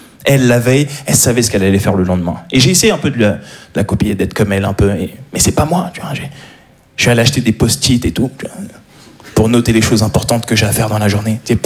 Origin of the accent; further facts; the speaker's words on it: Paris, Île-de-France, France; Je suis un Parisien, voilà ce que je suis.